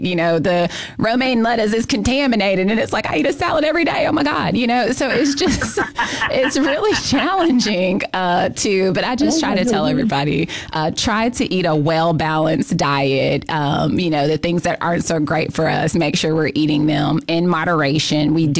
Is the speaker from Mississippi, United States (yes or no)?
no; Alabama, United States; now in Jackson, United States; I thought I would be returning to Alabama and being back with my family, but I am married to a Jacksonian.